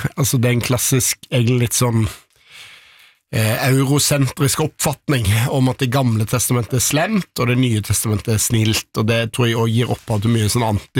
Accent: Stavanger, Rogaland, Norway; also born or lived in Iceland; jeg kom jo inn på Stortinget som en småbarnsfar, som en stavangermann, som en islending

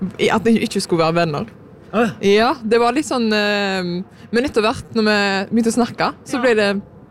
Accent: Albania; Altså, jeg jo albaner

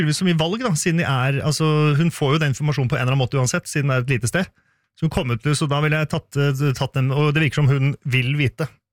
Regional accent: Bærum, Akershus, Norway; kom jeg fra Bærum

